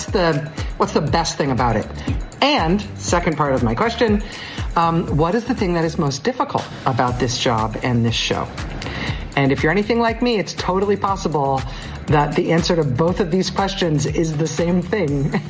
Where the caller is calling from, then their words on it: Massachusetts, United States; from Western Massachusetts.